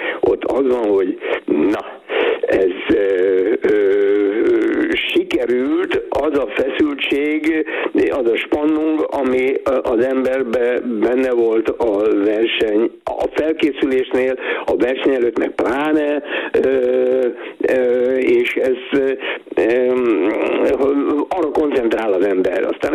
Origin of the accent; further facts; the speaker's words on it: Hungary; ezt mi magyarok vagyunk, Magyarországra jöttünk